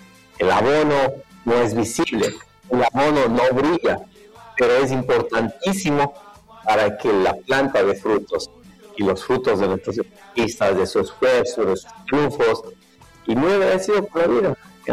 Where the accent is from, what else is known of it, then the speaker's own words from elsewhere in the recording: Ecuador; sí tenemos el talento como ecuatorianos